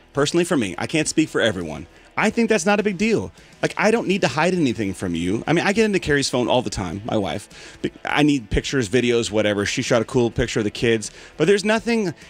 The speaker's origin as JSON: {"language": "English", "town": "Snohomish", "region": "Washington", "country": "United States", "tie": "born or raised there", "said": "I grew up in Snohomish, right? Mm-hmm. We lived on 10 acres."}